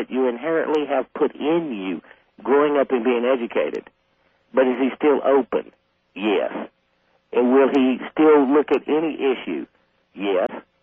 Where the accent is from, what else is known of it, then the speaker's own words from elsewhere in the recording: South Carolina, United States; I'm a guy from South Carolina.